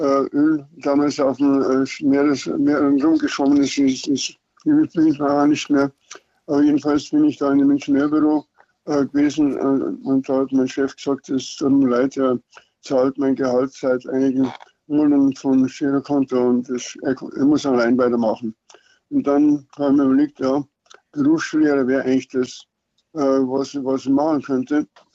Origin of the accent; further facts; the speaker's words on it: Bavaria, Germany; der war noch etwas anständiger als ich als Niederbayer